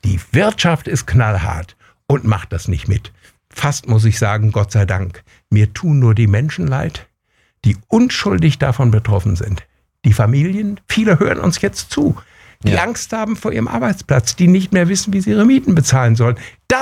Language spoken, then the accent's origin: German; North Rhine-Westphalia, Germany; Sie wollen neben meiner Heimat, das Hermannsdenkmal, ein Windrad stellen, das höher ist als dieses Denkmal.